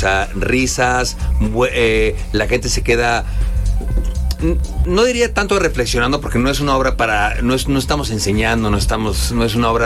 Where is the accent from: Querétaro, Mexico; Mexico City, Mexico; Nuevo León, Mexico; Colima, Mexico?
Querétaro, Mexico; Yo soy de Querétaro.